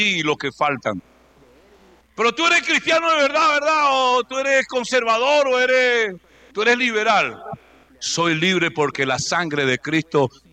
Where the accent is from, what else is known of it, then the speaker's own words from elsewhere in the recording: Barquisimeto, Lara, Venezuela; born there; A los tantos días de tal mes, que fue en septiembre, el 7 de septiembre, nació en la ciudad de Barquisimeto X.